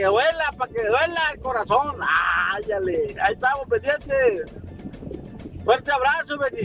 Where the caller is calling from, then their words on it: Ciudad Obregón, Sonora, Mexico; Desde acá, la tierra Yaqui.